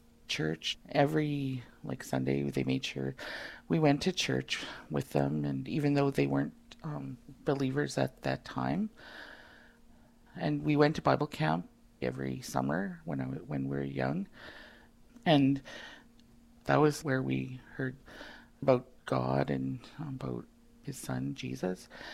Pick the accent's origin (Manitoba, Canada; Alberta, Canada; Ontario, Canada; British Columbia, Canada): Alberta, Canada; Kikino; I'm from the Kikino Métis Settlement in northern Alberta. I grew up in Kikino. I lived here all my life.